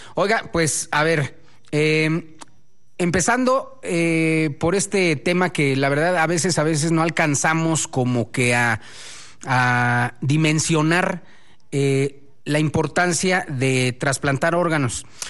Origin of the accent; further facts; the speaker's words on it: Mexico; ¿Qué tan solidarios somos los mexicanos?